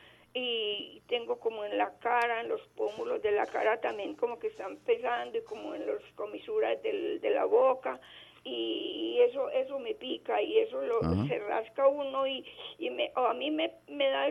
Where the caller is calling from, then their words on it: Jardín, Antioquia, Colombia; Yo soy de Jardín, Antioquia